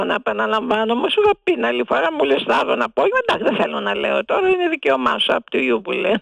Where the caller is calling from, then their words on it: Porto Rafti, Attica, Greece; από το Πορτοράφτη.